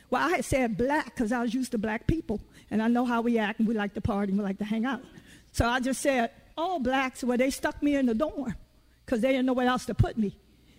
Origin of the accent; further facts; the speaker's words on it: Virginia, United States; I'm from Virginia. I was born below the Mason-Dixon line.